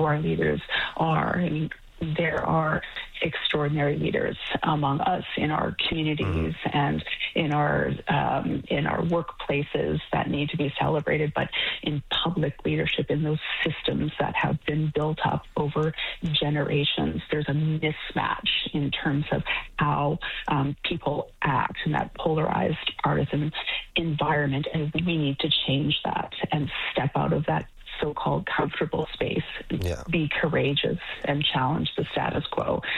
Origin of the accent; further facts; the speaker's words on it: British Columbia, Canada; I was raised in the Potlatch, which is our form of government in the Kwakwaka'wakw Nation.